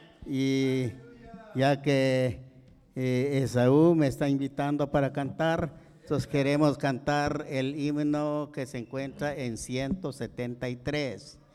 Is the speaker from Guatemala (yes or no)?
yes; Guatemala; Yo vengo de Guatemala.